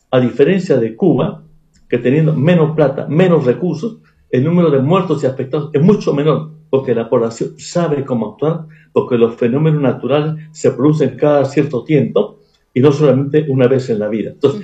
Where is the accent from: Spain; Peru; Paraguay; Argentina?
Peru